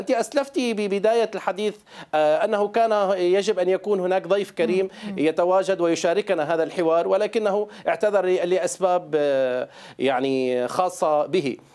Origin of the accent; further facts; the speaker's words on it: Syria; أنا كشخص سوري